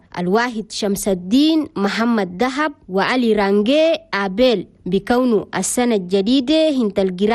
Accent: Chad; بلدنا تشاد

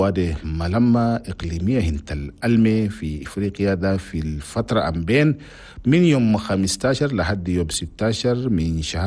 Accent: Chad; انت الحكومة هنا بلدنا تشاد. في فندق نوفوتيل هنا في العاصمة نجمينا

